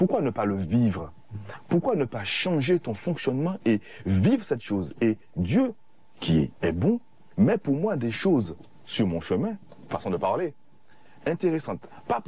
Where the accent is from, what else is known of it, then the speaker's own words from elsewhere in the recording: Martinique; une expression que nous avons chez nous en Martinique